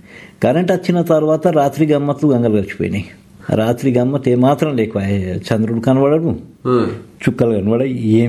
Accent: Adilabad, Telangana, India; నేనైతే ఈడనే పుట్టిన.

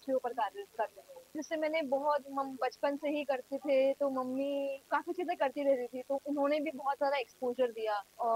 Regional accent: Bhadargarh, Haryana, India; और मैं भादोगढ़ हरियाणा से आई हूँ।

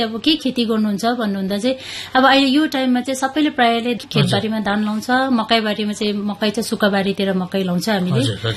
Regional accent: Timpem, Sikkim, India; म चाहिँ तिम्पेमबाट हो … मेरो गाउँको नाम चाहिँ तिम्पेम हो। साजुङदेखि 1 किलोमिटर यताभित्र पस्यो भने चाहिँ हाम्रो गाउँ तिम्पेम भनेर भेट्नुहुन्छ तपाईँले त्यहाँनिर।

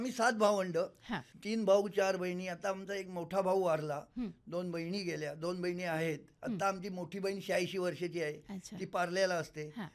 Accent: Maharashtra, India; माझा जन्म कोथोड्यात झाला.

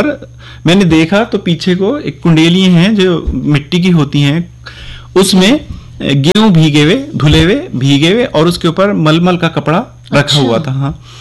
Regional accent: Rampur, Uttar Pradesh, India; कर रहे हैं जो हमारा शहर रामपुर है, जिसकी

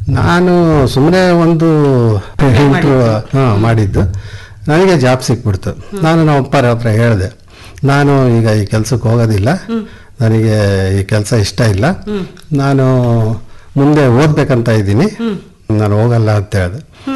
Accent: Hiriyur, Karnataka, India; moved away as an adult; also born or lived in Madikeri; ನಾನು ಚಿತ್ರದುರ್ಗ ಜಿಲ್ಲೆ ಹಿರಿಯೂರು ತಾಲೂಕು ವಾಣಿವಿಲಾಸ್ಪುರ ಗ್ರಾಮದವರು.

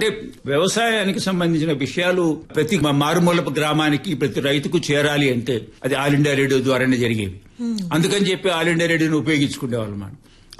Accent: Kadapa, Andhra Pradesh, India; నేను ఇంకా స్కూల్లో ఉండగానే మొట్టమొదటిసారి కడపలో కూడా మా నేటివ్ ప్లేస్ లో రిలే స్టేషన్ పెట్టారు, రేడియో స్టేషన్.

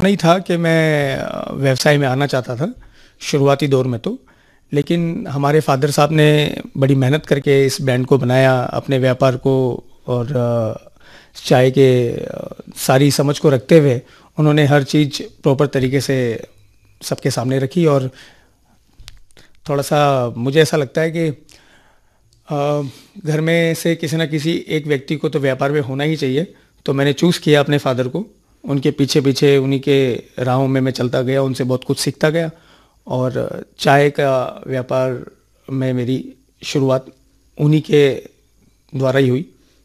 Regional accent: Rajasthan, India; हम लोग सब मेवाड़ से हैं

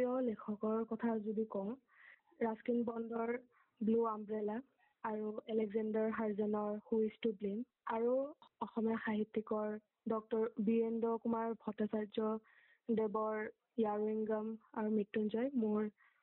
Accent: Guwahati, Assam, India; মই গুৱাহাটীৰ বাসিন্দা

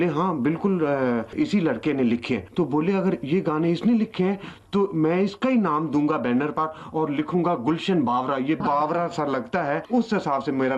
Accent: Delhi, India; जब मैं नया नया दिल्ली से आया था तो मेरा कुछ रहने या कपड़ों का स्टाइल कुछ ऐसा था जो दिल्ली वाले नीले पीले कपड़े और पहना करता था।

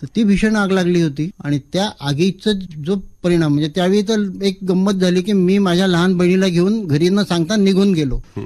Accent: Amravati, Maharashtra, India; माझे शेती होती गावाच्या लगतच, एक मलकापूर गाव आहे अमरावती शहरालगत, तिथे शेती पण माझी होती, तिथे घर पण होतं गावात. पण मी तसा शहरातच जन्मलो, शहरातच वाढलो आणि शहरातच शिकलो.

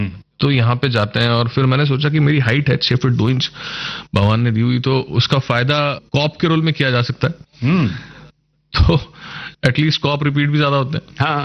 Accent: Maharashtra, India; first language Marathi; Hindi is a second language; मराठी मेरी mother tongue है

